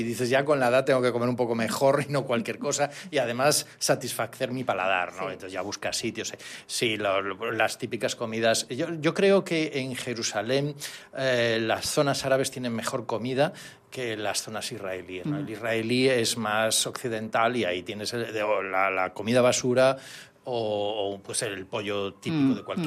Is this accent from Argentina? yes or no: no; Ferrol, Galicia, Spain; also born or lived in Salamanca; now in Palma, Spain; me recordaba mi tierra, Galicia.